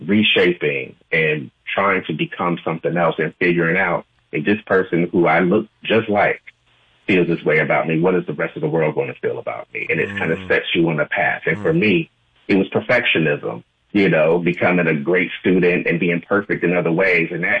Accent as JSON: {"language": "English", "town": "Newark", "region": "New Jersey", "country": "United States", "tie": "born or raised there", "said": "We grew up in Newark, New Jersey, and he was beloved, and he was a guy's guy."}